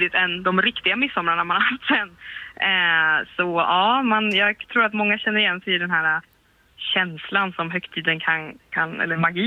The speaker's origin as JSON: {"language": "Swedish", "town": "Slätta", "country": "Sweden", "said": "Så hemma i... från Slätta, där jag kommer ifrån, så har vi ett kompisgäng som vi bestämde oss för att faktiskt fira midsommar i maj, i mitten av maj."}